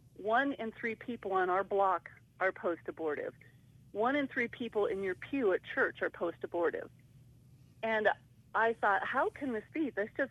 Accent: Spokane, Washington, United States; also born or lived in Seattle; I ended up in, I'm originally from the Spokane area, and I graduated college, and I entered into a law enforcement career, and I was in Seattle for over 18 years

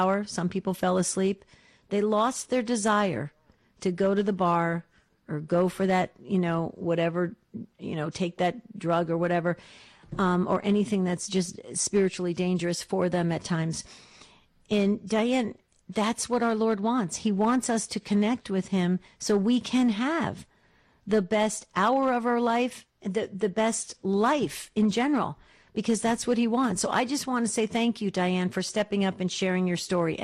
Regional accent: East Coast, United States; accent: back east; now in Arizona, United States; You probably picked up a little of my back east accent, but I live in Arizona now.

